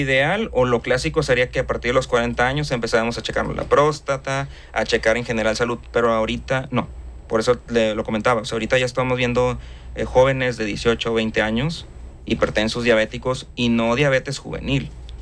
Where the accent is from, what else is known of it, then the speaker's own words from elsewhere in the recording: Mexico; la genética que ya tenemos como buenos mexicanos